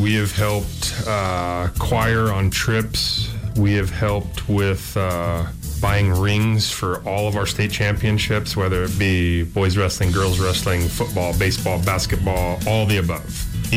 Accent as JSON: {"language": "English", "town": "La Grande", "region": "Oregon", "country": "United States", "tie": "born or raised there", "said": "born and raised in Eastern Oregon, LeGrand, Oregon. My wife and I raised two kids here."}